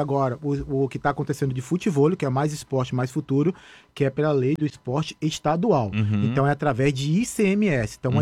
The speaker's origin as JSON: {"language": "Portuguese", "region": "Bahia", "country": "Brazil", "tie": "born or raised there", "said": "eu sou natural da Bahia"}